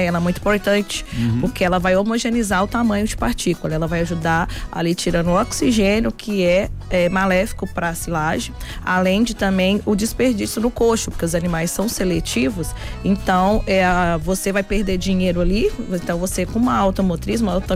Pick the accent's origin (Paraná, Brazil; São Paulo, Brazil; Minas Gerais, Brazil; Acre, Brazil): Minas Gerais, Brazil; Paraopeba; Eu sou lá de Paraupeba, pertinho de Sete Lagoas ali.